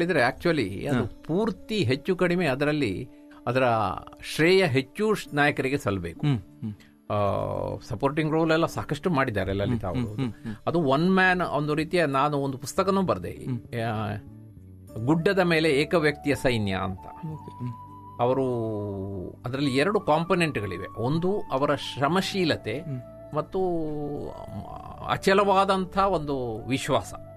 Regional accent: Karnataka, India; ನಮ್ಮ ದಕ್ಷಿಣ ಕನ್ನಡ ಅಂತ ನಾನು ಹೇಳಿದಾಗ ನಮ್ಮ ಹಿಂದಿನ ಈ ಭಾಗ ಎಲ್ಲ ಬಂತು, ಕಾಸರಗೋಡು ಸೇರಿಕೊಂಡು.

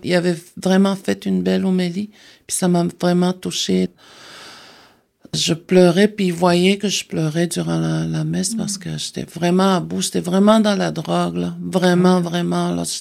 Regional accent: Schefferville, Quebec, Canada; Je viens de la communauté de Matimekush Lakjam.

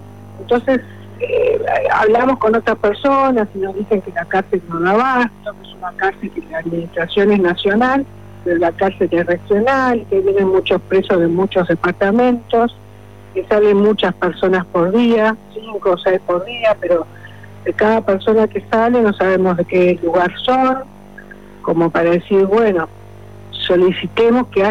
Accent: Punta del Este, Maldonado, Uruguay; todos los que somos de acá de Punta del Este

